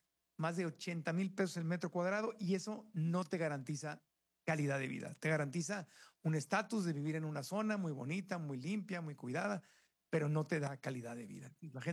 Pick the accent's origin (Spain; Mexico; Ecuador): Mexico; yo tengo la fe en que México vamos a recuperar